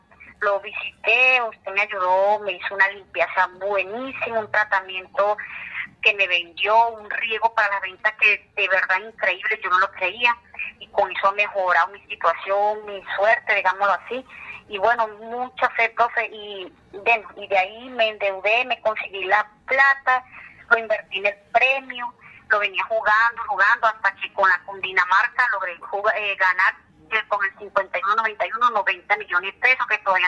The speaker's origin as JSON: {"language": "Spanish", "country": "Venezuela", "moved": "yes", "said": "Bueno, ya 11 años y medio. Que llegué de Venezuela, primeramente."}